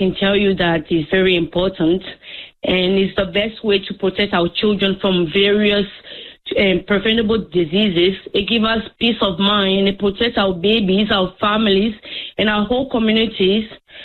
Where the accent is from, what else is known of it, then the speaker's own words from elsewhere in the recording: Benin; now in Auckland, New Zealand; as Tina just said. I'm from Benin in West Africa. It's a very small country. And I live here now in Auckland. I'm a mother of four beautiful children.